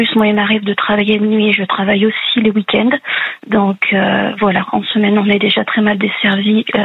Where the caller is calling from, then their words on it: Montluçon, Auvergne-Rhône-Alpes, France; J'appelle de l'Allier, de Montluçon.